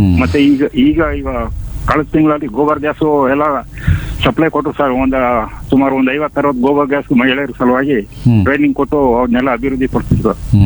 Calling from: Karnataka, India

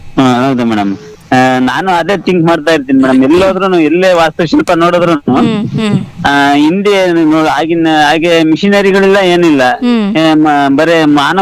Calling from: Karnataka, India

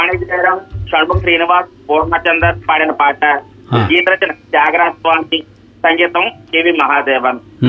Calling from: Bhimavaram, Andhra Pradesh, India; మా స్థానిక భీమవరం, పశ్చిమ గోదావరి జిల్లాలో భీమవరంలో

